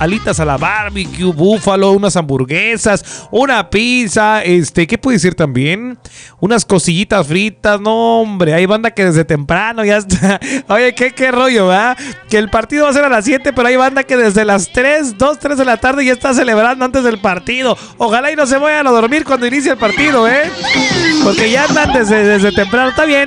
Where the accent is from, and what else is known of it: Mexico